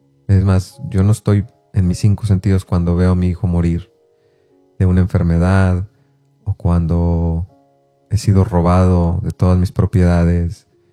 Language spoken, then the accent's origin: Spanish; Mexico